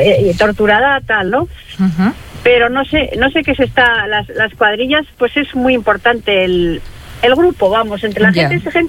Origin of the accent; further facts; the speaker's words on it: Getxo, Basque Country, Spain; es mi pueblo, yo me criaba ahí en el Puerto Viejo, en la playa y tal